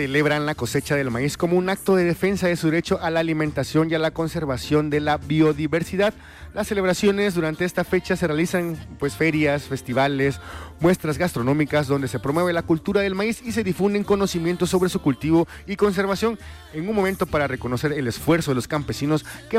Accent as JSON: {"language": "Spanish", "country": "Mexico", "said": "así somos los mexicanos."}